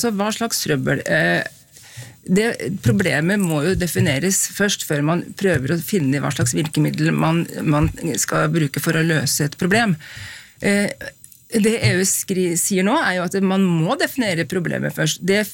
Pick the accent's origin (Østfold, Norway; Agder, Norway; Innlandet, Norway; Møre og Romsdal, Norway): Innlandet, Norway; Flisa; der jeg kommer fra på Flisa.